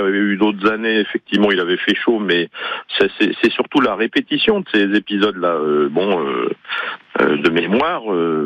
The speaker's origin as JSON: {"language": "French", "town": "Grenoble", "region": "Auvergne-Rhône-Alpes", "country": "France", "moved": "yes", "lives_now": "Besançon, France", "said": "moi, je suis grenoblois d'origine."}